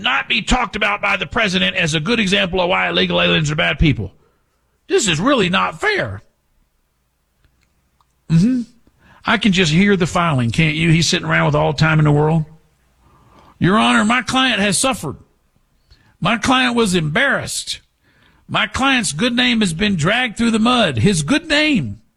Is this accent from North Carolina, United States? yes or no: no; Texas, United States; I'm from Deep East Texas. We don't say aunt like … or an ant pile. We say ain't.